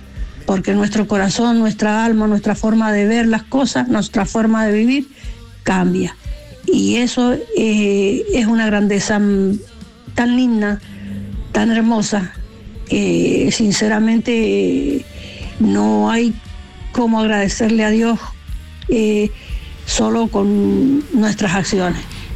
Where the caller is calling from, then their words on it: Colonia Bombal, Mendoza, Argentina; de Colonia Bombal.